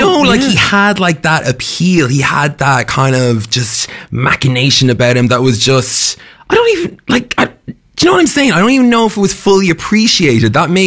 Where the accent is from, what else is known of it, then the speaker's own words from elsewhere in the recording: Ireland; I'm Irish. I'm prefacing this right now with saying we are Irish. We make fun of death.